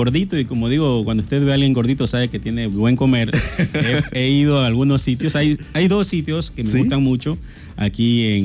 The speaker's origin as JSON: {"language": "Spanish", "region": "Esmeraldas", "country": "Ecuador", "also_born_or_lived": "Guayaquil", "lives_now": "Santo Domingo, Ecuador", "said": "ser ecuatoriano, porque si bien es cierto, soy esmeraldeño, ahora vivo en Santo Domingo, pero también viví en Guayaquil."}